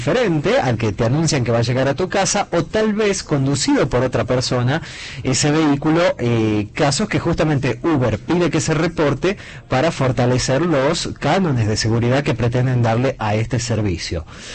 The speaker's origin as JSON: {"language": "Spanish", "region": "Tucumán", "country": "Argentina", "said": "Nosotros tenemos en nuestra historia como tucumanos malas experiencias con los autos de alquiler"}